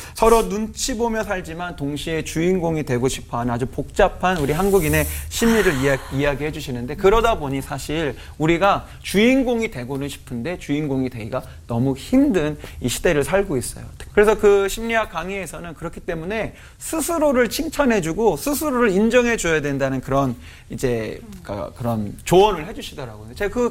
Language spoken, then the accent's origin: Korean; South Korea; 늘 뭔가 우리나라 사람들은 관계 안에서 다른 사람이 어떠한지 나는 어떠한지를 계속 살펴보는 것 같아요.